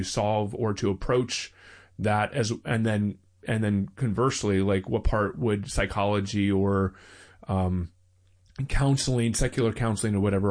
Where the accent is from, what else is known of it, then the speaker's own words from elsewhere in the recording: the South, United States; moved away as an adult; also born or lived in Baltimore, Maryland; now in Bay Area, United States; I was very sheltered in the sense that I grew up in the South for the most part. Very monocultural